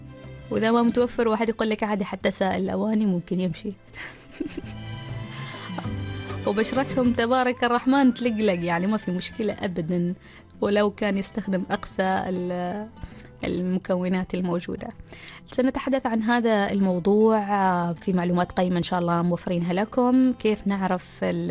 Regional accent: Oman; في أشخاص أيضا عندنا في عمان ما شاء الله يتكلموا مثلا اللغة الهندية أو الملبارية وكذلك، لأن عندنا نسبة أيضا من الوافدين العاملين هنا في سلطنة عمان.

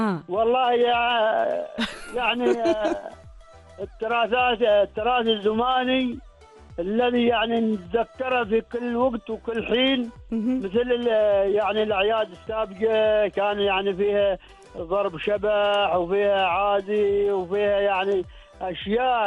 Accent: Oman; عمان بلدنا عمان

